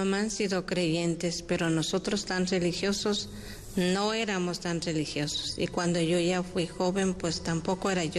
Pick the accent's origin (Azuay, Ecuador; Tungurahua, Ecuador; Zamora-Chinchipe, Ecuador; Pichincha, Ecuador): Tungurahua, Ecuador; Píllaro; moved away as an adult; Yo soy de la provincia del Tungurahua de Píllaro.